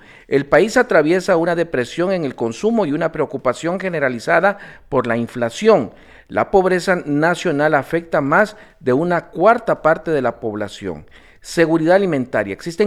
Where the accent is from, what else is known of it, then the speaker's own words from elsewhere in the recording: Honduras; Claro, claro, aquí somos hondureños.